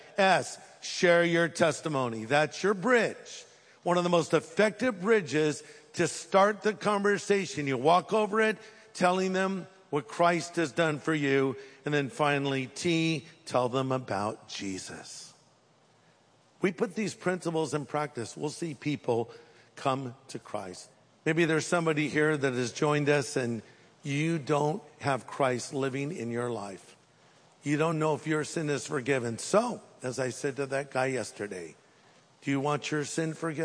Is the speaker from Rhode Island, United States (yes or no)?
no; California, United States; I'm not. I'm from California.